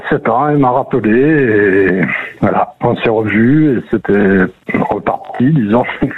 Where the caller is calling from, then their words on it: Castelmaurou, Occitanie, France; J'appelle de Castelmouroux, proche de Toulouse, au nord-est de Toulouse.